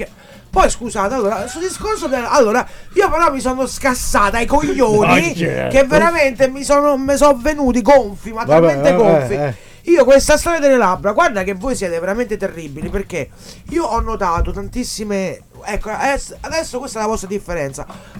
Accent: Rome, Lazio, Italy; io vengo da Roma

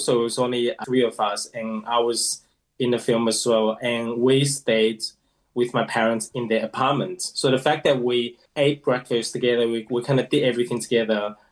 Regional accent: Fujian, China; moved away; my hometown in Fujian, and that's where my mom is

